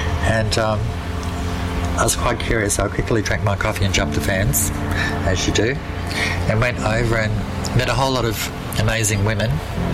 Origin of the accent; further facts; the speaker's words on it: Victoria, Australia; now in Alice Springs, Australia; I'm originally from Victoria.